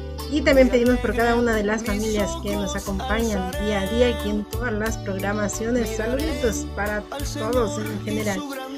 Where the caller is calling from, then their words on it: Villa de Cos, Zacatecas, Mexico; Ya llegué y estoy aquí desde Villa de Cosa, Zacatecas